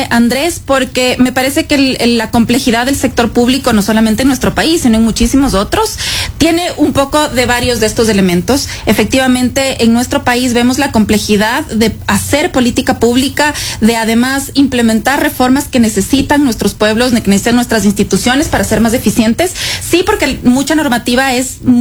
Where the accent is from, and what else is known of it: Ecuador